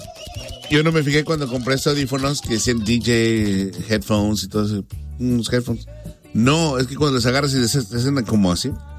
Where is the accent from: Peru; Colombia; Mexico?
Mexico; now in United States